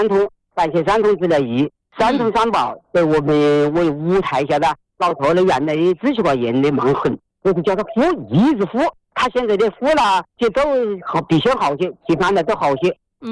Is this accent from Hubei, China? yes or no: yes; Hanchuan, Hubei, China; also born or lived in Xiaogan; 我的老家是汉川，我在孝感工作了10几年，现在也79岁了。